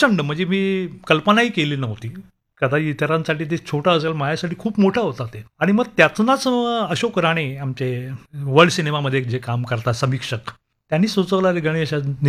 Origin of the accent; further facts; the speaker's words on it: Mumbai, Maharashtra, India; मी जरी मुंबईकर मला म्हणत असलो